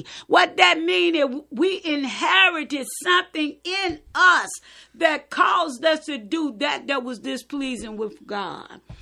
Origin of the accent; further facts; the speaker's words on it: United States; I grew up in Camp Grove